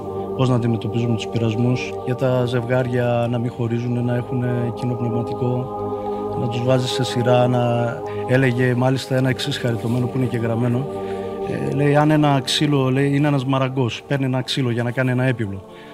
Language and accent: Greek; Greece